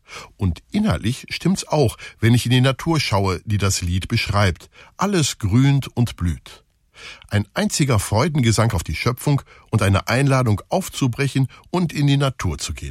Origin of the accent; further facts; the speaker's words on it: Duisburg, North Rhine-Westphalia, Germany; Straße, die nach ihm benannt ist, groß geworden bin, sondern weil er aus Ruhrort stammt, das heute zu meiner Heimatstadt gehört, zu Duisburg.